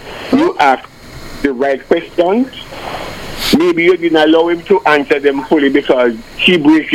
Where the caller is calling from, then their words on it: Spanish Town, Saint Catherine, Jamaica; I am calling from Spanish Town, as you know.